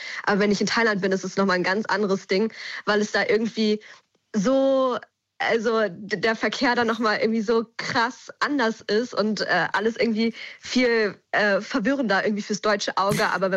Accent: Berlin, Germany; dass ich es als Berlinerin ganz toll finde

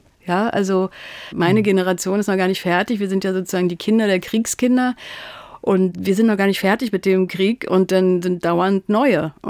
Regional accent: Berlin, Germany; also born or lived in Hamburg; also ich habe damals schon nicht mehr in Berlin gelebt, meine Heimatstadt

